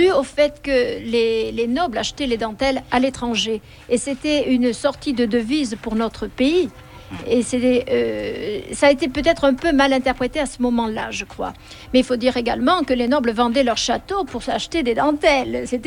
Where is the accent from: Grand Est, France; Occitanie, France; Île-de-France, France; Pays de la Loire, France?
Occitanie, France; Toulouse; Mais là, en tant que Toulousaine, je ne suis pas tellement contente du Parlement de Toulouse.